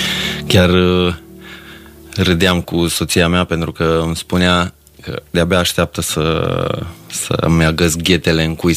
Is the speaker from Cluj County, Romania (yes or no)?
yes; Dej, Cluj County, Romania; born there; Da, m-am născut la Dej.